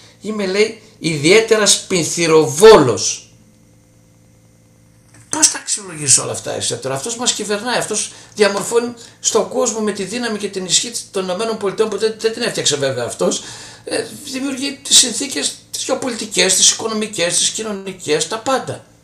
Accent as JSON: {"language": "Greek", "region": "Macedonia", "country": "Greece"}